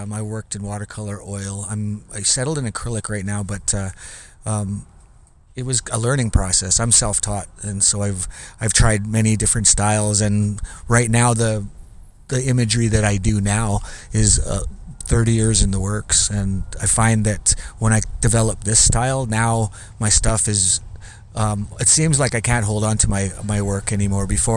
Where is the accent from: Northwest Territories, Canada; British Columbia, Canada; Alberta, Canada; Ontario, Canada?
Alberta, Canada; Calgary; I had a lot of artists growing up in the Calgary where I grew up that inspired me